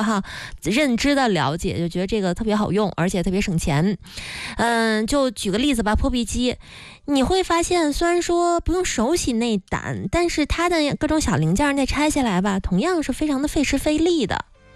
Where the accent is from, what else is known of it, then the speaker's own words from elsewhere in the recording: China; 我们中国人的饮食习惯是以炒菜为主哈。